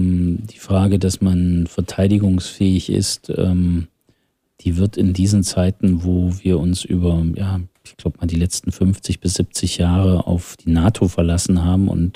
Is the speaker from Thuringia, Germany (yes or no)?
yes; Thuringia, Germany; ich komme aus dem Saale-Holstein-Kreis